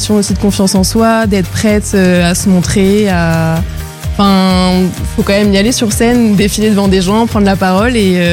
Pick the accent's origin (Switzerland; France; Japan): France; Île-de-France; Bah du coup pour moi c'est là où j'ai grandi, où j'ai fait toutes mes rencontres, là où je suis avec ma famille. C'est un département que j'adore et que j'affectionne particulièrement et où je me sens bien surtout.